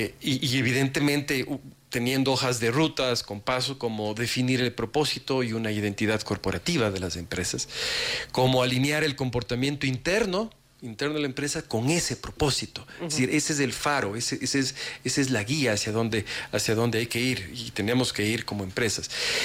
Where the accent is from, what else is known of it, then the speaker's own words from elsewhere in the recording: Ecuador; a todos como ecuatorianos